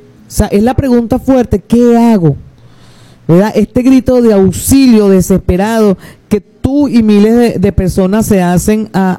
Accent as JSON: {"language": "Spanish", "town": "Caracas", "region": "Capital District", "country": "Venezuela", "moved": "as an adult", "lives_now": "San Juan de los Morros, Venezuela", "said": "yo no soy de acá de San Juan, yo viví en Caracas, soy una caraqueña pendiente de San Juan de los Morros, pero bueno, las circunstancias me trajeron para acá."}